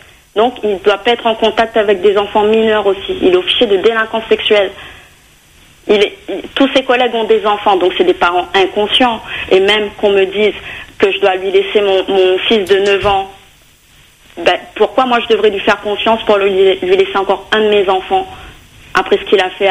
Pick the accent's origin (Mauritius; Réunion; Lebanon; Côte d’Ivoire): Réunion; born there; on est nés à La Réunion.